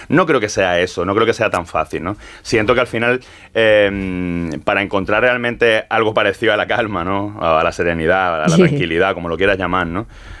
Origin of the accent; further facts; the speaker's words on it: Málaga, Andalusia, Spain; soy de Málaga, ¿no?